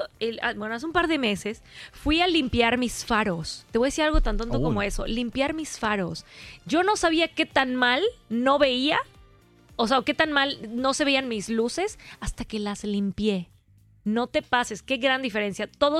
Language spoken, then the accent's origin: Spanish; Mérida, Yucatán, Mexico; born there; nosotros como yucatecos, o sea, de toda la vida